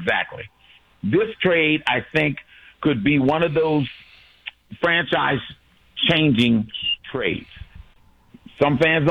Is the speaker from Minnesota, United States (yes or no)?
no; Philadelphia, Pennsylvania, United States; To Philadelphia? That's my hometown. And I was a Celtic fan living in Philadelphia, Rich.